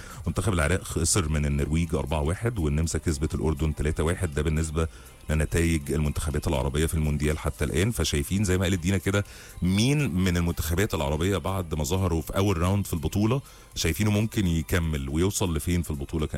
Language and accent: Arabic; Egypt; عندنا في مصر